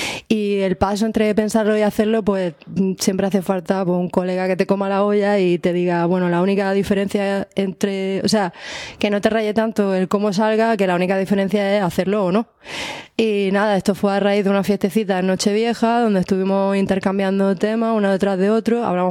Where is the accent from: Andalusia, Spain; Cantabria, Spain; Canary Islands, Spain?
Andalusia, Spain; Almería; primero pasé por el Rock Radical Vasco, no sé por qué soy de Almería, pero digamos que llegué a eso antes que ninguna otra cosa